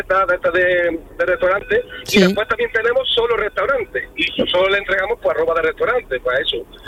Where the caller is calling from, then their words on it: Posadas, Andalusia, Spain; Yo trabajo en una lavandería industrial aquí en Posadas, en un pueblo de Córdoba.